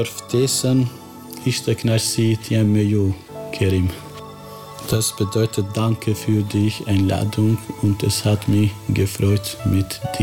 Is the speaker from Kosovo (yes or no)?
yes; Kosovo; first language Albanian; German is a second language; moved away as an adult; also born or lived in Yugoslavia; now in Austria; Ich bin Albaner, ich komme aus Kosovo. Das heißt, Unjam Shqiptar dhe vi nga Kosova.